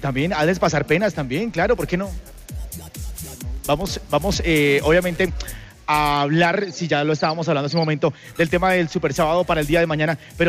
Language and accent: Spanish; Colombia